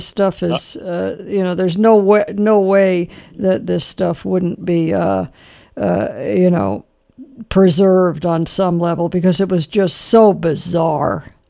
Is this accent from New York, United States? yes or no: no; Los Angeles, California, United States; born there; moved away; I was born in Los Angeles at Temple Hospital.